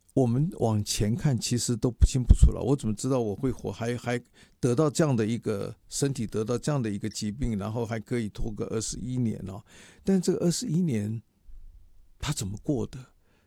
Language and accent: Chinese; Taiwan; 身为台湾人啊，中华民国在台湾啊